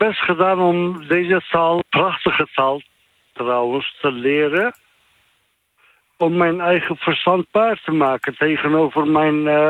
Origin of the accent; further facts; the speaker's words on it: Turkey; Dutch is a second language; now in Netherlands; Nou, de vraag is eigenlijk, ik kom zelf uit Turkije.